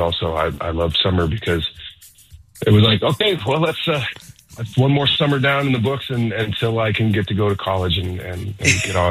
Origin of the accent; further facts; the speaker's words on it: St. Louis, Missouri, United States; I root for St. Louis all the time. It's my hometown